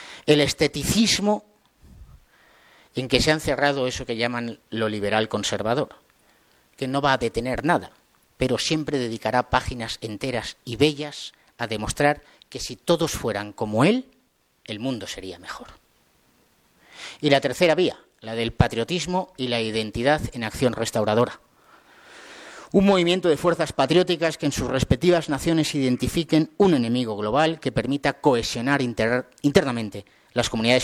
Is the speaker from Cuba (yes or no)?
no; Spain